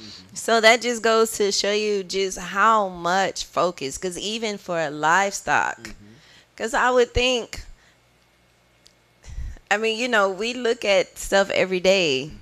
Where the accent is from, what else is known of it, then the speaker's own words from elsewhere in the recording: Texas, United States; we growing up in East Texas